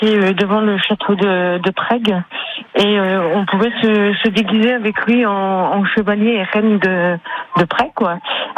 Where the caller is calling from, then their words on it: Bourgogne-Franche-Comté, France; J'habite Charpemont, exactement.